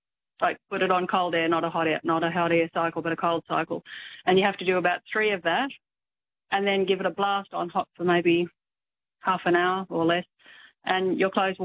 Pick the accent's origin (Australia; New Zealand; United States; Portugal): Australia; Queensland; My home state. I think it's in Queensland.